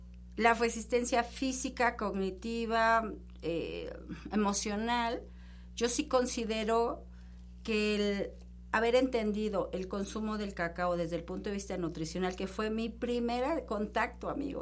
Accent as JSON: {"language": "Spanish", "country": "Mexico", "said": "sí soy mexicana"}